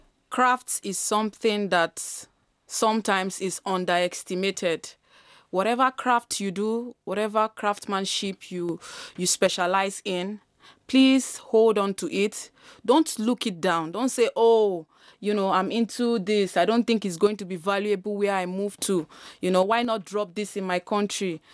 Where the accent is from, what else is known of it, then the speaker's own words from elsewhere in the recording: Nigeria; now in Vienna, Austria; I'm African, I'm Nigerian, and I'm living here in Vienna.